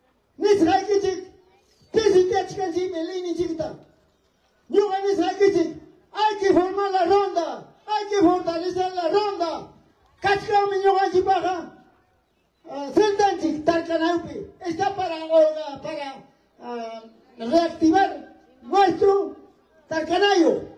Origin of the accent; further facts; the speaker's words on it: Tarcanayo, Ayacucho, Peru; soy de Tarcanayo.